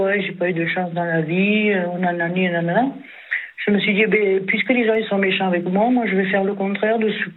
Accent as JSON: {"language": "French", "region": "Bourgogne-Franche-Comté", "country": "France", "tie": "born there", "also_born_or_lived": "Marseille", "moved": "yes", "said": "je suis née en Saône-et-Loire, moi."}